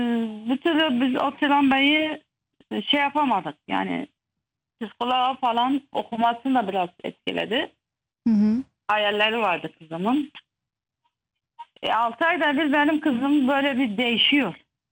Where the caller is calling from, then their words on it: Gaziantep, Turkey; Gaziantep'ten arıyorum.